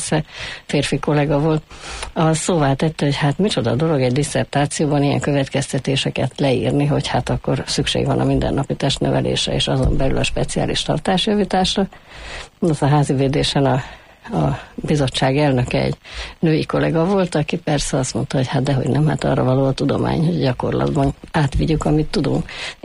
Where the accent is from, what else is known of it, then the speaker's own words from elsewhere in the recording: Budapest, Hungary; A Gellért-hegyen laktunk kiskoromban, úgyhogy ott kezdtem a Köbölk utcai általános iskolában. Aztán Pestre költöztünk, és a Szemere utcai általános iskolában folytattam.